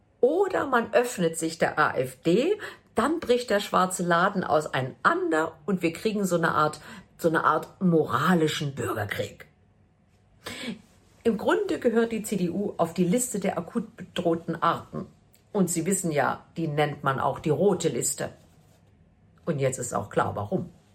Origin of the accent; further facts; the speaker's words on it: Leipzig, Saxony, Germany; Ich bin ja in Leipzig aufgewachsen, ja? In den Zeiten der ersten deutschen Brandmauer.